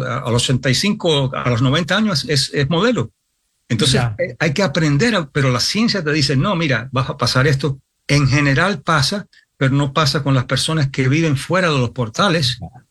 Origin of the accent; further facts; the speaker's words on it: New York, United States; now in Spain?; Cuando yo me crié en Nueva York y vivía en un barrio donde no había muchos hispanos, mi familia es de España, pero hispanos, hispanos.